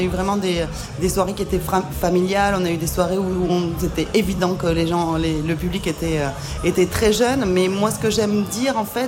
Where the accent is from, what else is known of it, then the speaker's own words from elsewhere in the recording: South-West France, France; accent: South-West; moved away as an adult; now in La Rochelle, France; Moi, je viens du Sud-Ouest, ça s'entend un petit peu à mon accent que j'ai pourtant gardé, alors que je vis là depuis quelques années maintenant.